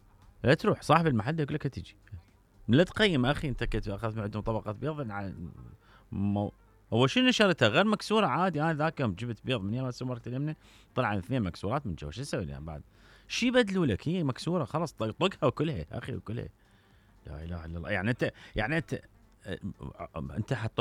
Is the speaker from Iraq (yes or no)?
yes; Iraq; عندنا بالعراق